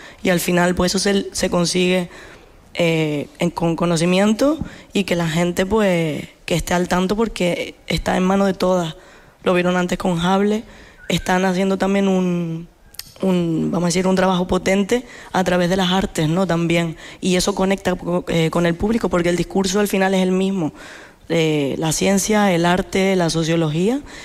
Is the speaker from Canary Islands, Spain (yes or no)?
yes; Canary Islands, Spain; como cualquier canario o canaria